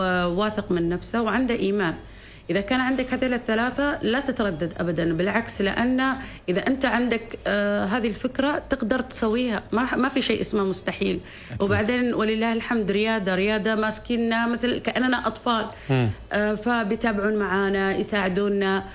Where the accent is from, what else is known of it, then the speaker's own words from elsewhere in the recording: Oman; نحن يعني عماني في عماني،